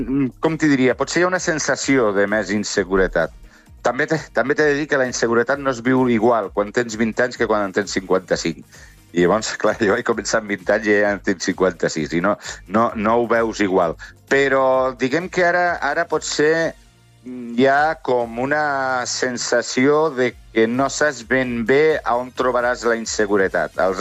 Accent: Terrassa, Catalonia, Spain; Jo vaig néixer, de fet, jo sóc de Terrassa, vaig néixer a Terrassa.

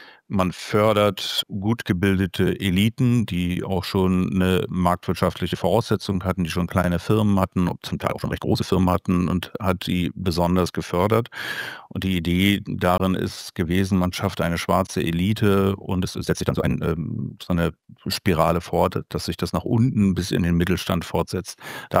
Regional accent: East Germany, Germany; das ich so in der Grunddimension auch als Ostdeutscher wirklich mit der Wende in Ostdeutschland verglichen habe

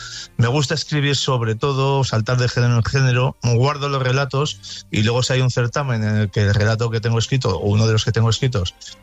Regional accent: Haro, La Rioja, Spain; born there; que además es de mi pueblo, en Aro

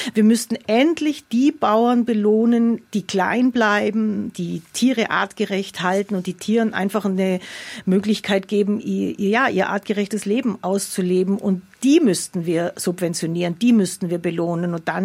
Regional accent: Oberstaufen, Bavaria, Germany; ich komme ja eigentlich aus Oberstaufen

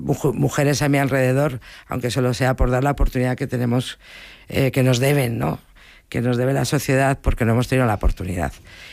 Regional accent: Bilbao, Basque Country, Spain

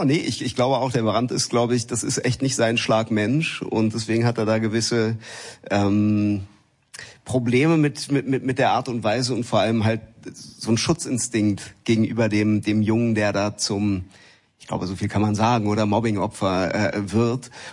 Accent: Berlin, Germany; now in Hamburg, Germany; Ich bin gebürtig aus Berlin. Mhm. Ich lebe aber seit 4 Jahren in Hamburg.

